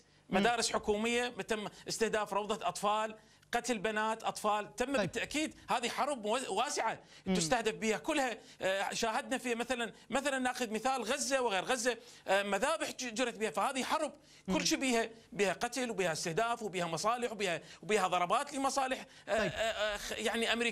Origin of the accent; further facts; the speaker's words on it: Iraq; انا رجل عراقي